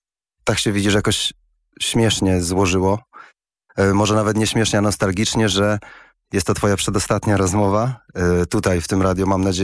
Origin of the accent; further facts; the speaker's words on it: England, United Kingdom; Polish is a second language; bo też wychowywałem się w Anglii i przyjechałem z Anglii i to było po prostu dla mnie naturalne.